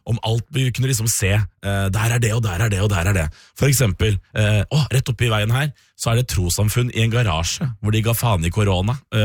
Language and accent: Norwegian; Sarpsborg, Østfold, Norway; moved away; jeg har da vært hjemme I Sarpsborg I min sommerferie